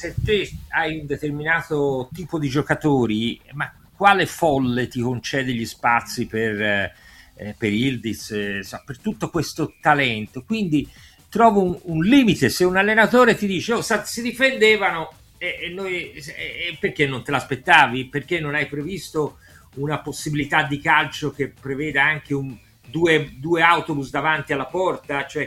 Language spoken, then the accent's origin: Italian; Brazil